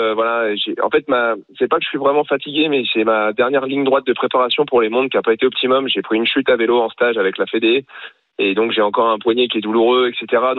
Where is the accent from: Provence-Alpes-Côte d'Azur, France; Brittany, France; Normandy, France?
Normandy, France; J'ai déjà une qualité sans faire exprès, c'est que je suis normand